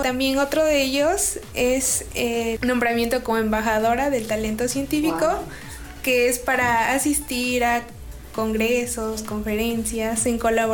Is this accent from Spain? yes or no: no; San Pedro Tetitlán, Puebla, Mexico; yo soy de San Pedro Tetitlán, un pueblo perteneciente al municipio de San José Miahuatlán.